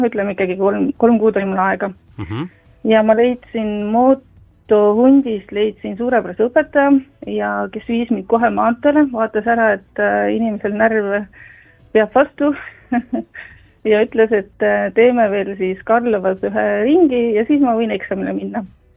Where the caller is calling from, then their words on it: Tartu, Tartu County, Estonia; ja Tartust